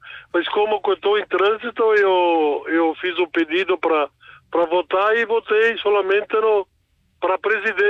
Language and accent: Portuguese; Brazil; moved away; padroeiro lá da minha terra natal, Linha Araújo e Souza